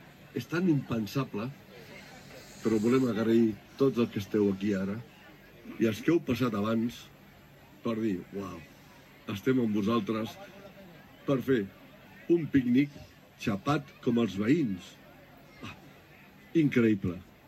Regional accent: Sitges, Catalonia, Spain; born there; Jo sóc el que vaig néixer a casa, a Sitges.

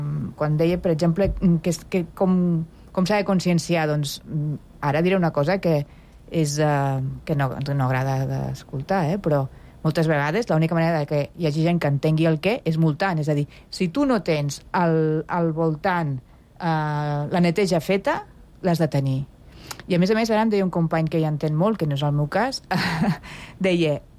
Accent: Pyrenees, Spain; En fi, jo soc del Pirineu i allà gent que potser s'ha fet la casa en un lloc molt bucòlic

